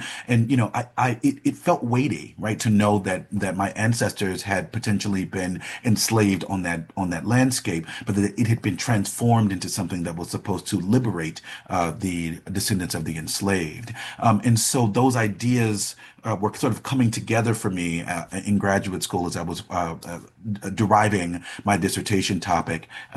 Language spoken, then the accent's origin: English; Mississippi, United States; moved away as an adult; also born or lived in New York City; I moved from Mississippi, where Tougaloo is and where I was born and raised, to New York City.